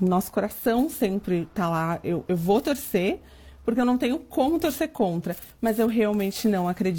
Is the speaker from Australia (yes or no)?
yes; Melbourne, Victoria, Australia; tenho 43 anos, sou de Melbourne e trabalho como redatora de conteúdo.